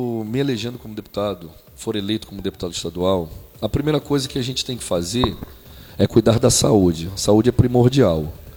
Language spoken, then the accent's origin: Portuguese; Salvador, Bahia, Brazil; born there; now in Araruama, Brazil; Nasci em Salvador, capital Salvador mesmo.